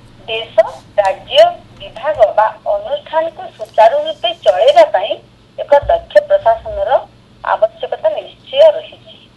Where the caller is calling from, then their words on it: Sundargarh, Odisha, India; ମୁଁ ସୁନ୍ଦରଗଡ଼ରୁ